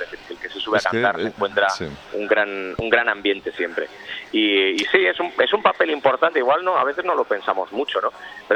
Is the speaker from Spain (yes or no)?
yes; Castile and León, Spain; lo importante es alimentarse con botillo del Bierzo, de mi tierra, que es un embutido importante, ¿no?